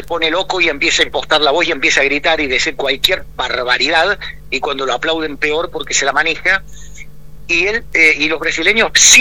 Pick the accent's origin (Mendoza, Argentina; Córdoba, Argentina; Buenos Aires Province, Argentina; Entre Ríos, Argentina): Córdoba, Argentina; Río Cuarto